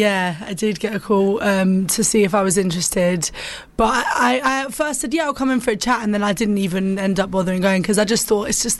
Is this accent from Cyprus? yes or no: yes; Cyprus; now in London, United Kingdom; because it's like the Middle Eastern connection, because I'm from Cyprus